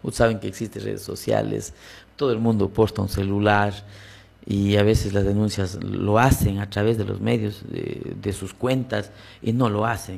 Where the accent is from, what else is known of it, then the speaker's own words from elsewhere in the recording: Morona Santiago, Ecuador; yo también no soy de Maca, yo soy del vecino cantón de Limón y Danza